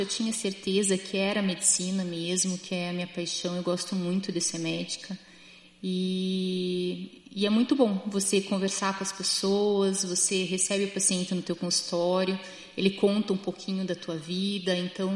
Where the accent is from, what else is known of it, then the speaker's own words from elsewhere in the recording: Curitiba, Paraná, Brazil; Curitibana, sempre aqui.